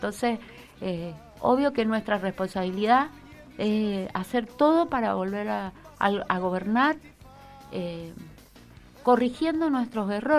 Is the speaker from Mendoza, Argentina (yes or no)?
yes; Las Heras, Mendoza, Argentina; yo soy de Las Heras de alma